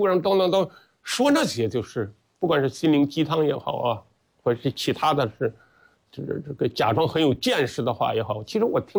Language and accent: Chinese; Henan, China; 河南人很勤劳，嗯，这方面的话，在过去像《一句顶一万句》里边没有展现过。就是在闲的玩笑里边要把它给说出来，